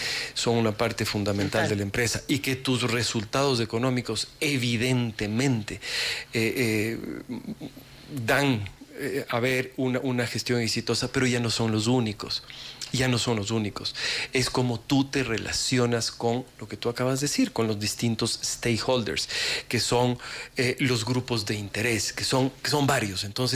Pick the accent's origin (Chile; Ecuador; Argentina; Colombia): Ecuador; a todos como ecuatorianos